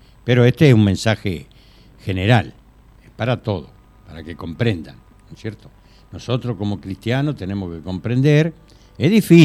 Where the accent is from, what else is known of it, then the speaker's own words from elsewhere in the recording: Argentina; que somos los argentino en este caso.